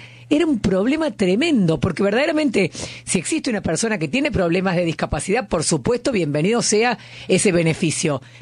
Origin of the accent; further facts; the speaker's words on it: Buenos Aires, Argentina; soy porteña